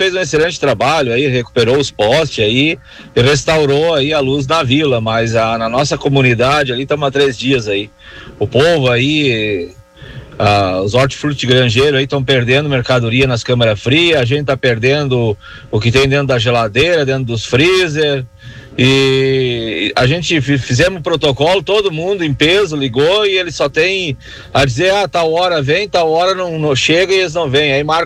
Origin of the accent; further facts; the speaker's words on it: Caxias do Sul, Rio Grande do Sul, Brazil; Eu sou aqui de Caxias do Sul, aqui em Santa Lúcia do Piaí, comunidade de Camândole